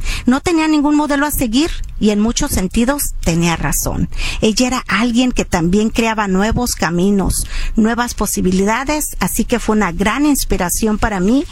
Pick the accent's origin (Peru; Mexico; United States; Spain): United States; Corpus Christi, Texas; now in Fresno, United States; les digo que soy de Corpus Christi